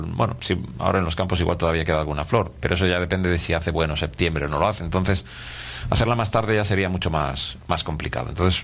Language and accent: Spanish; Spain; y los españoles igual somos un poco más vaguillos en aprender inglés, ¿no?